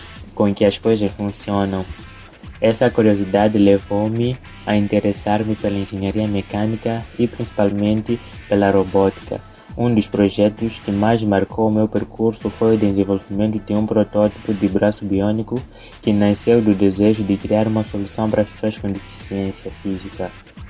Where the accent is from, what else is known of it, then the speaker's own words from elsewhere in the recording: Beira, Sofala, Mozambique; moved away as an adult; now in Seoul, South Korea; Sou moçambicano, natural da Beira e atualmente encontro-me na Coreia do Sul, onde estudo Engenharia Mecânica na Chungang University.